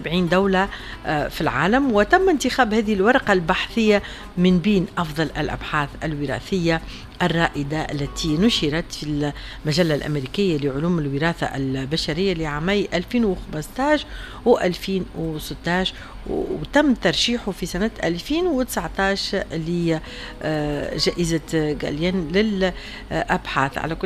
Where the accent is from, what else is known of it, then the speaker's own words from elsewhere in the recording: Tunisia; قديش مفتخرة أنا كتونسية بالأسماء التونسية اللي ديما اتنورنا.